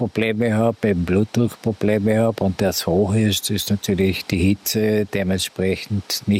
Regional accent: Vorarlberg, Austria; Ich bin ja gebürtiger Schonzhauser vom Vorarlberg. Da wäre ich auch gerne wieder zurückgezogen

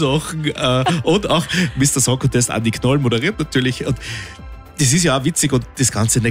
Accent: Austria; Als Österreicher ist man da fix qualifiziert, wir sind der Ausrichter.

